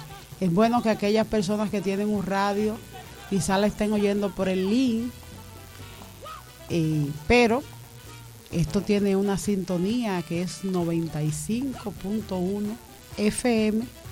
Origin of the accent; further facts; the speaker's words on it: Dominican Republic; Estamos en la República Dominicana hoy. Somos dominicanos. Así es que yo estoy orgullosa de ser dominicana, porque los dominicanos somos gente de que le hemos creído a Dios, gente de valor y de fe.